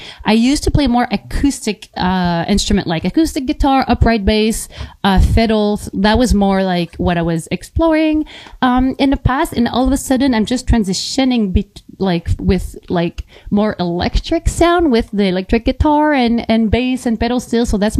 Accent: Canada; English is a second language; I'm a French Canadian.

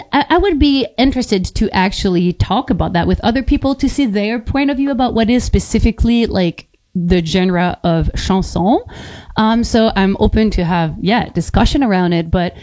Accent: Canada; English is a second language; I'm a French Canadian.

